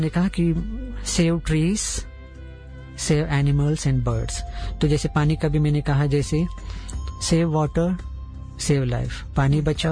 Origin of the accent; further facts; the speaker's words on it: Mumbai, Maharashtra, India; moved away; जैसे अभी मैं मुंबई से बिलोंग करते हूँ